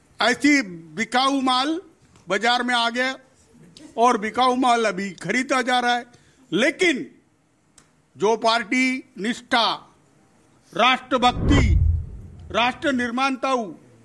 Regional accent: Yavatmal, Maharashtra, India; मैं बताता हूँ, मैं यवतमाल से आता हूँ, 2 सांसद चुन के आए शिवसेना के वहां से

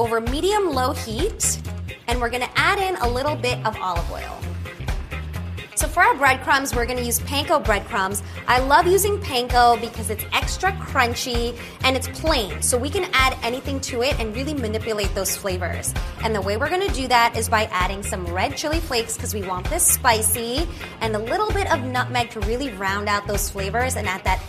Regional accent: Staten Island, New York, United States; I grew up on Staten Island, so I can't even tell you how many pasta dishes I've eaten over the years.

